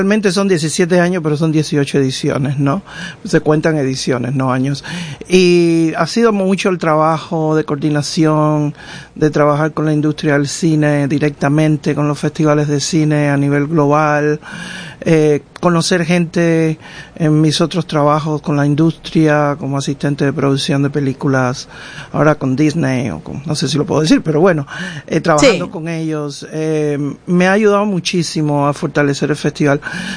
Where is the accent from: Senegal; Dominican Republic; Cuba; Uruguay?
Cuba; moved away as an adult; also born or lived in Mexico; now in Seattle, United States; Siendo cubano del Caribe